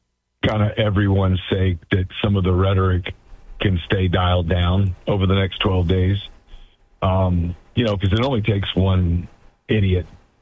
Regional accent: Ruston, Louisiana, United States; I grew up in Ruston, Louisiana, when Louisiana Tech was in 1AA.

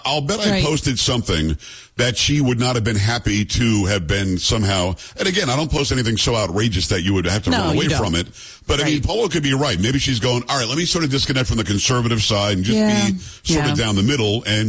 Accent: United States; That's simple to me as an American.

